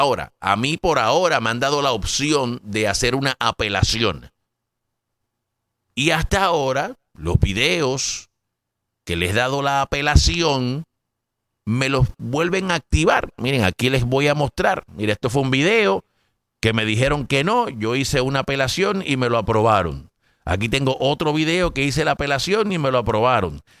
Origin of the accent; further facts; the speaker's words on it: Caguas, Puerto Rico; como dicen allá en mi pueblo, en Caguas, en el barrio Turabo Garden